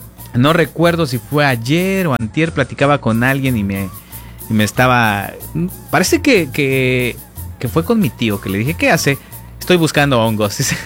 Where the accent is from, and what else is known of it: Mexico